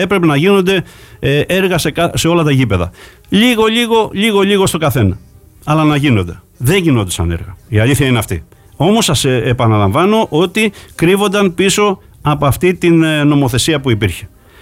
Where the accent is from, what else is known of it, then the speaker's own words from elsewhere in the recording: Gastouni, West Greece, Greece; now in Zakynthos, Greece; Μάλιστα από εκεί είμαι. Αγαπώ πάρα πολύ τον τόπο μου, όπως αγαπώ ακόμα περισσότερο τώρα εδώ που μένω τη Ζάκυνθο.